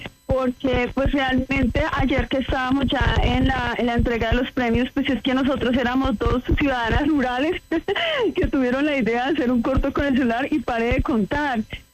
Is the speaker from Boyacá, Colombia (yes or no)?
yes; San Eduardo, Boyacá, Colombia; venimos de San Eduardo, un pueblo súper chiquitito